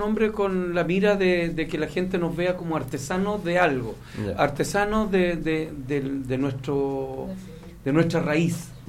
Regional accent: Iquique, Tarapacá, Chile; moved away as an adult; also born or lived in Coquimbo, Chile / La Serena, Chile; now in Curicó, Chile; mi padre nos llevó, de niño nos llevó a Iquique, de La Serena. Yo soy nacido en Coquimbo, en la cuarta región de Chile. Y de ahí nos llevó a Iquique. Uh-huh. Toda mi vida la hice en Iquique. A los 24 años me vine a Curicó. Ese fue el paso que yo hice a los 24 años en Curicó.

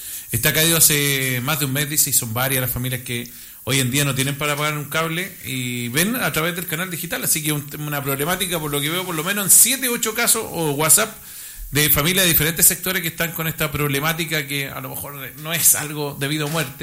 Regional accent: Curicó, Maule, Chile; yo soy de Curicó y también están con el problema de la señal

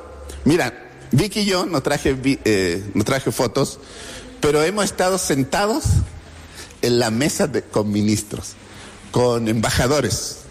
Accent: Chile; moved away as an adult; now in India; Tenemos nacionalidad española, aparte de la chilena, tenemos nacionalidad española.

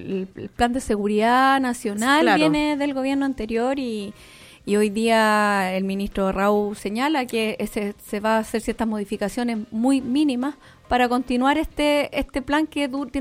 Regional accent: Romeral, Maule, Chile; antes cuando uno decía, yo soy de Romeral, tú también vives en el campo aquí en Curicó

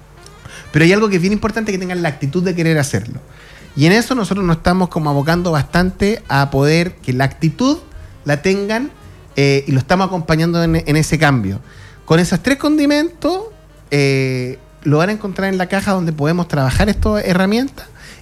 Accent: Santiago, Santiago Metropolitan Region, Chile; Yo soy santiaguino de base, soy un ratón de ciudad

